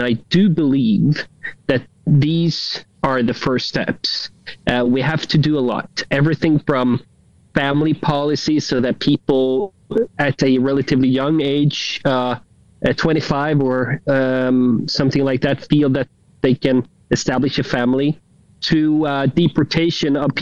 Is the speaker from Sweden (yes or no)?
yes; Sweden; Sweden is my home country.